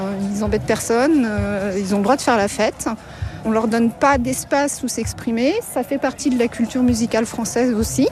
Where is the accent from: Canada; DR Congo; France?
France; Île-de-France; je viens du Val-de-Marne, je suis la maman d'un des participants et j'ai 53 ans.